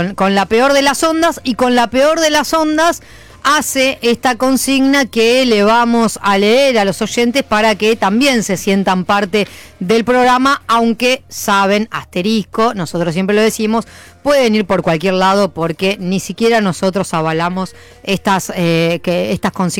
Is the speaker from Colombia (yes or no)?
no; La Plata, Buenos Aires Province, Argentina; Pensá que en La Plata le decimos pollajería.